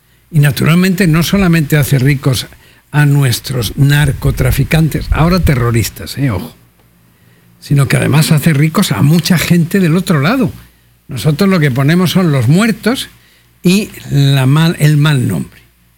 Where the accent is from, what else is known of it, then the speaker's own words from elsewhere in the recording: Mexico; como mexicano de a pie